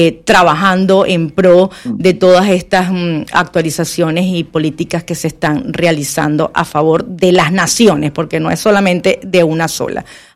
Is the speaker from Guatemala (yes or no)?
no; Venezuela